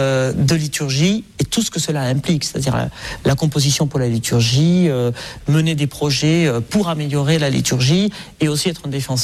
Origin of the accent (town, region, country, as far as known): Nouvelle-Aquitaine, France; born or raised there